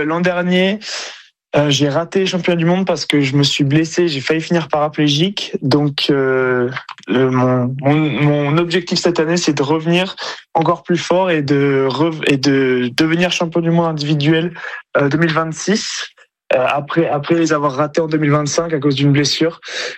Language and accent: French; Bordeaux, Nouvelle-Aquitaine, France; C'est ça, moi je suis bordelais, oui. De naissance, et j'y ai vécu 20 ans.